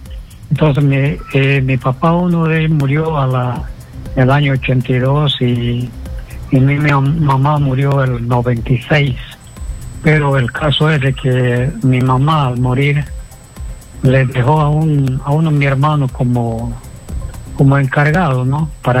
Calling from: Juanjuí, San Martín, Peru; Le estoy llamando desde Jujuy, San Martín.

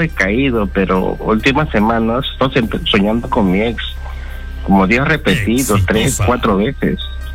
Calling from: Lima, Peru; De Lima, el Agustino.

